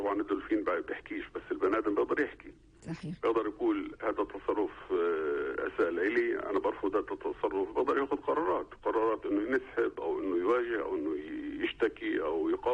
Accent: Palestine; وإحنا كشعب فلسطيني

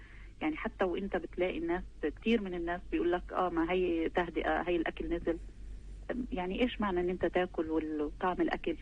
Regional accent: Palestine; نحن فلسطينيين.

